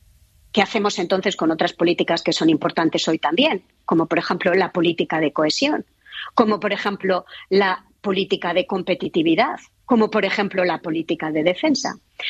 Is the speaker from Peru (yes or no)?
no; Spain; en mi país, España